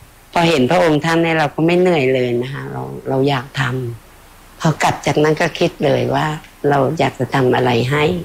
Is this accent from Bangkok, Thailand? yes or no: no; Bo Phloi, Kanchanaburi, Thailand; born there; ฉันเกิดที่อำเภอบ่อพลอยใช่ไหมคะที่เล่าอ่ะที่ว่าแต่เราก็มาจากเมืองจีน